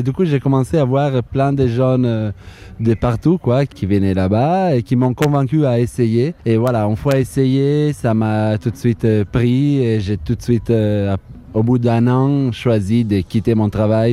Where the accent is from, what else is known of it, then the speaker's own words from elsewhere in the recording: Turin, Piedmont, Italy; French is a second language; moved away as an adult; now in Toulouse, France; Moi je viens d'Italie.